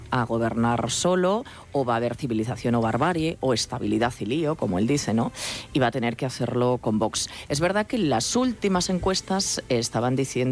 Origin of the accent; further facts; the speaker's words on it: Aragon, Spain; O sea, hemos visto BNG o Chunta Aragonesista en mi tierra, que también crecieron, ¿no?